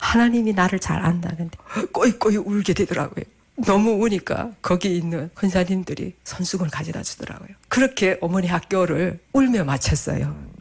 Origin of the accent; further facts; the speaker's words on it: North Korea; now in South Korea; 아 그래서 내가 나는 북한에서 왔다고 이랬어요.